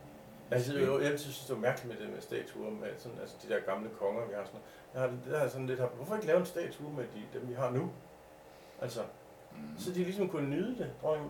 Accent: Jebjerg, Central Denmark Region, Denmark; born there; Jeg er født i Jebjerg på et alderdomshjem.

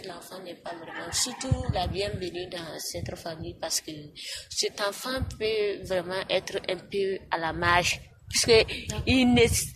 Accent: Burkina Faso; Chez nous au Burkina Faso, surtout en Afrique

